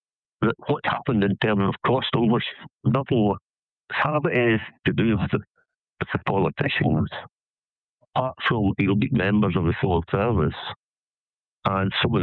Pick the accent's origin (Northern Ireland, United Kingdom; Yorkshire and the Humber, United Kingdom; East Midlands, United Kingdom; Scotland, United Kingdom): Scotland, United Kingdom